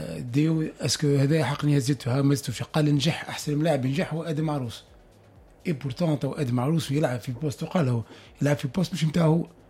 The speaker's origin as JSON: {"language": "Arabic", "country": "Tunisia", "said": "تو كتونسي"}